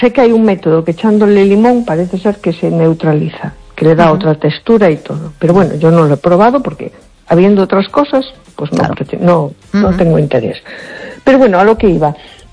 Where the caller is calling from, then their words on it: A Coruña, Galicia, Spain; Hola, buenas noches. … de Coruña.